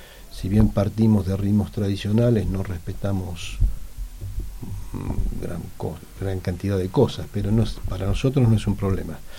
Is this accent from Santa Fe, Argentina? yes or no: no; Buenos Aires, Argentina; moved away as an adult; now in France; yo crecí en una casa de discos. Mi mamá y mi tía tenían la única casa de discos de Parque Chas, era en mi casa.